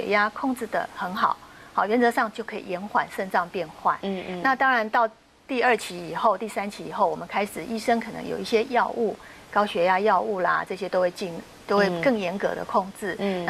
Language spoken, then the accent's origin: Chinese; China; 其实我们中国人其实很幸福的，就是我们有豆制品可以吃。